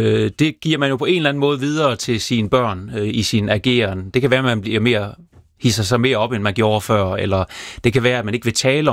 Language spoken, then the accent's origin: Danish; Region of Southern Denmark, Denmark; Nu er jeg selv fra Sønderjylland